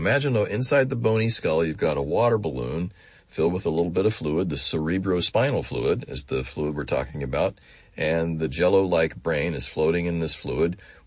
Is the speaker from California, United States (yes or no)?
no; Kansas, United States; I grew up in Kansas.